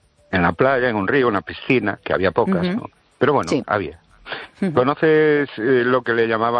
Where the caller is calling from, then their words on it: Ourense, Galicia, Spain; de Orense.